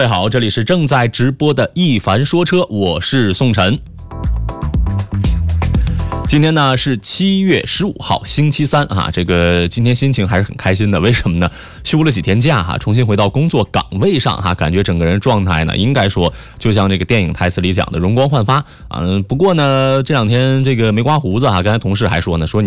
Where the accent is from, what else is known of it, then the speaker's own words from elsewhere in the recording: Shijiazhuang, Hebei, China; now in Fuzhou, China; 福州飞我老家石家庄啊